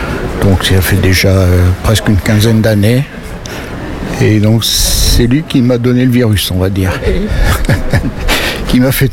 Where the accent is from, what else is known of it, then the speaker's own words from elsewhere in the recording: Nouvelle-Aquitaine, France; born there; Ce sont mes origines, hein, dont je suis né ici en Dordogne, sur les bords de la Drône. Ma famille était ici.